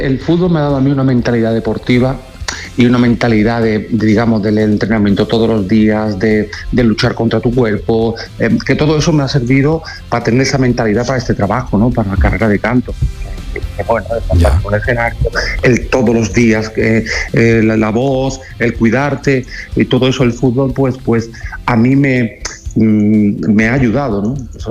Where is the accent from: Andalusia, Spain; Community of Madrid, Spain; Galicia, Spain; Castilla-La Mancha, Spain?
Andalusia, Spain; Jerez de la Frontera; sobre todo pues volver a mi tierra, a Jerez de la Frontera, a mi casa.